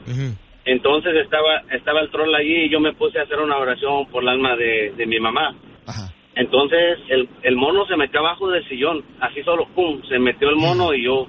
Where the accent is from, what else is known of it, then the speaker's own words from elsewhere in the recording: Guanajuato, Mexico; Soy de un pueblo cerca de Celaya y San Miguel de Allende, vivo en medio de esas dos ciudades.